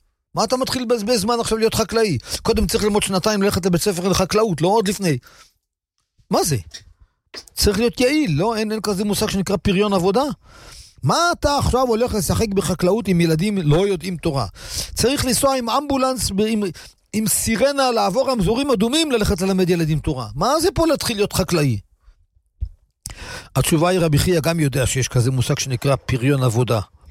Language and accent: Hebrew; Kiryat Ata, Haifa District, Israel; כמו בכפר עטה שאני גרתי בתור ילד